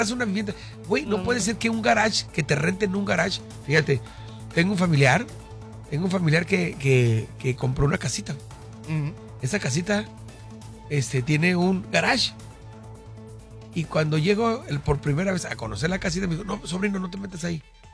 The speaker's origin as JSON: {"language": "Spanish", "town": "Tijuana", "region": "Baja California", "country": "Mexico", "said": "Todos somos aquí tijuanenses."}